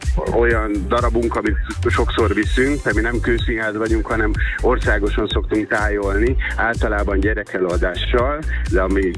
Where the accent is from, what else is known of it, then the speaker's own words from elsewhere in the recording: Miskolc, Borsod-Abaúj-Zemplén, Hungary; az miskolciak vagyunk egyébként